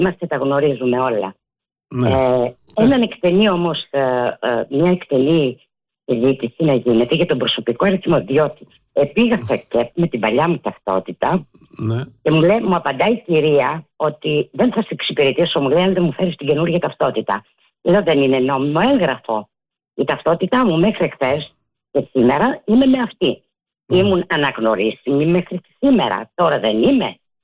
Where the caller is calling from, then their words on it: Moschato, Attica, Greece; Είμαι από Μοσχάτο.